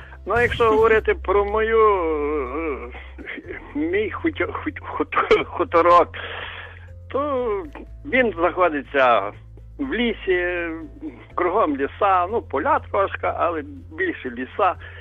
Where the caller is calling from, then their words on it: Lviv Oblast, Ukraine; з Львівщини.